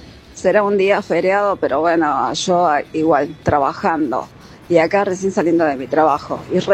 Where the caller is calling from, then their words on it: Argentina; como toda Argentina, esperando mañana el partido